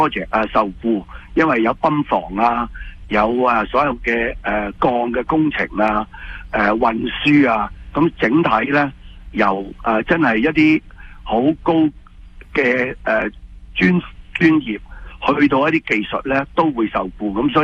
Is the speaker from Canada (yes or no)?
yes; Canada; 我哋加拿大人